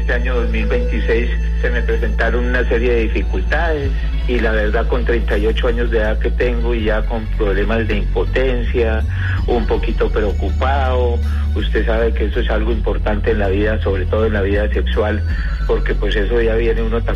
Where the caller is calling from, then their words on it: El Santuario, Antioquia, Colombia; Yo en este momento estoy aquí en Santuario